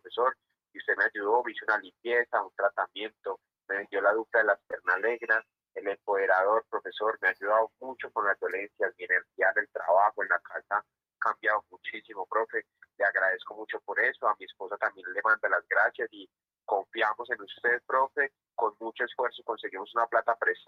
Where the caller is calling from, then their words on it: Zipaquirá, Cundinamarca, Colombia; me estoy llamando acá desde Zipaquirá